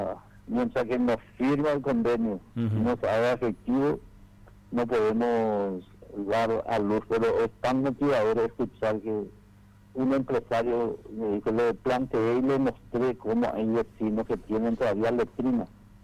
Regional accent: Humaitá, Ñeembucú, Paraguay; born there; moved away; que soy jubilado y amo mi ciudad. Yo nací en Humaitá y volví

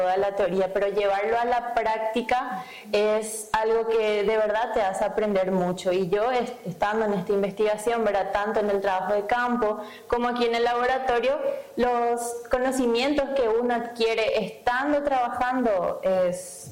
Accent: Encarnación, Itapúa, Paraguay; De Encarnación, de Encarnación.

